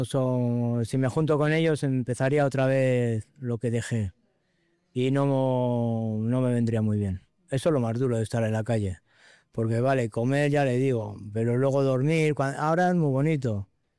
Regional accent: Vitoria, Basque Country, Spain; Soy de Vitoria, llevo toda la vida en la calle, drogándome, no drogándome, me da igual.

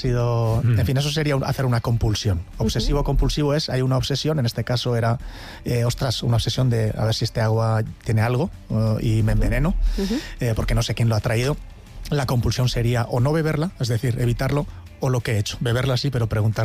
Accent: Elgoibar, Basque Country, Spain; en mi pueblo, en el Goibar.

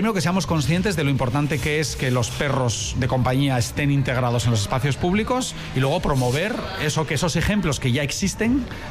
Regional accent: San Sebastián, Basque Country, Spain; Bueno, pues yo soy un periodista donostiarra

